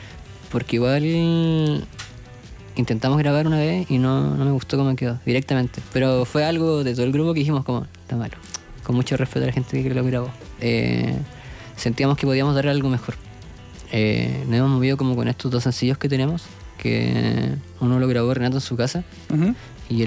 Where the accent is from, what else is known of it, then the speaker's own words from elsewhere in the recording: Andacollo, Coquimbo, Chile; also born or lived in La Serena; porque nosotros como que tuvimos que salir de Andacollo primero a llegar a La Serena, y después de eso me apareció en La Serena, y después intentar como ver en otro lugar. No es como que nacimos en Santiago y...